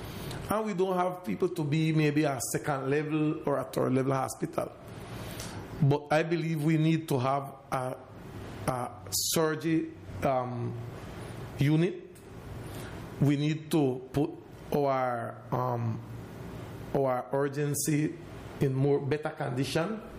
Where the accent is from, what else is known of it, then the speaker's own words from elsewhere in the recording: Providencia, San Andrés, Providencia and Santa Catalina, Colombia; as a Providence man, I have to say, I was raised in Providence. I love Providence. I love our island.